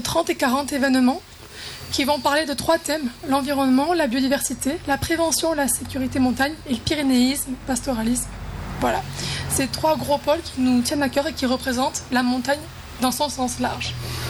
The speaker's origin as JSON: {"language": "French", "town": "Luz-Saint-Sauveur", "region": "Occitanie", "country": "France", "said": "je suis originaire de Lucin-Sauveur et que j'ai vécu 10 ans dans les Alpes."}